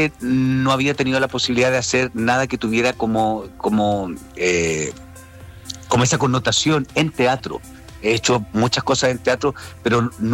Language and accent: Spanish; Temuco, Araucanía, Chile; moved away; Sí, yo soy de Temuco, ya.